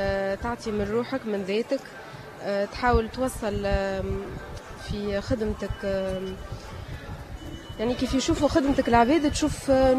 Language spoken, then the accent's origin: Arabic; Nabeul, Nabeul Governorate, Tunisia; انا من نابل